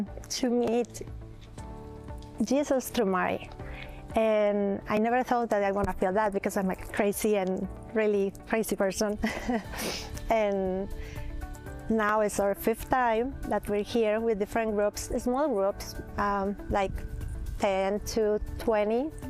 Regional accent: Mexico; now in Dallas, United States; I'm living in Dallas, Texas, but I'm from Mexico.

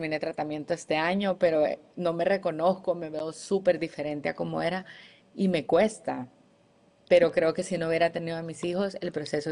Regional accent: El Salvador; yo soy de El Salvador

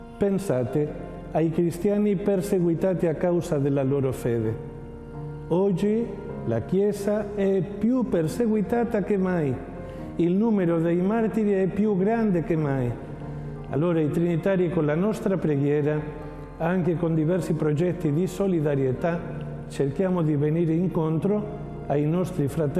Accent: Spain; now in Italy; Nel mio paese, in Spagna, da dove vengo

